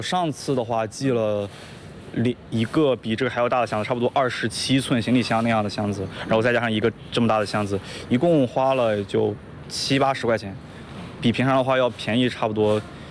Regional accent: Shandong, China; moved away as an adult; now in Wuhan, China; 我当时来武汉上学的那一张火车票了，就是从我的老家，对，从山东然后出发来到武汉

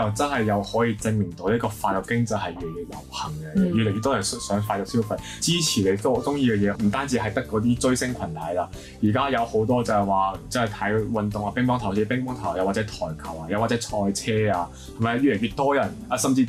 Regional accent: Macau; 因為我是澳門人，澳門有一個碼頭是外國碼頭的

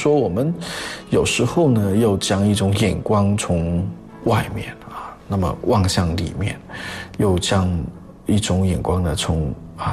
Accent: Chaoshan, Guangdong, China; 作为一个潮汕人，我们都有责任去建设家乡啊

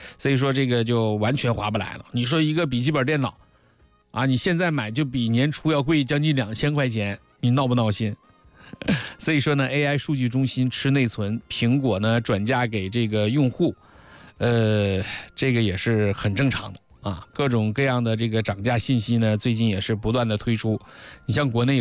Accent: Hangzhou, Zhejiang, China

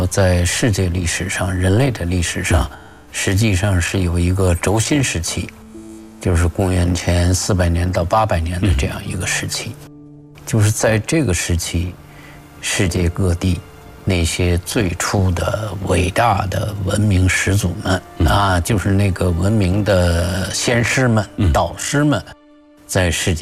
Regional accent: China; 我们中国人

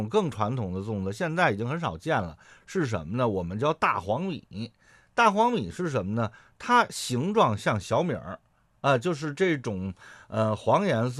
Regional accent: Beijing, China; 我是一个老北京人

